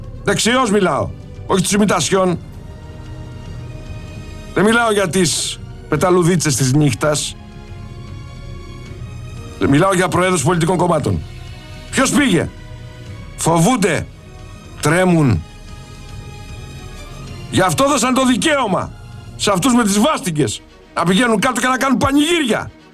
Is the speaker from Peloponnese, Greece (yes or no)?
yes; Mystras, Peloponnese, Greece; Στα μέρη μου, στο Μιστρά.